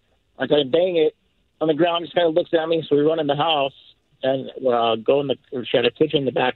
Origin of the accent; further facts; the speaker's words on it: Big Bear Lake, California, United States; So I grew up in Big Bear.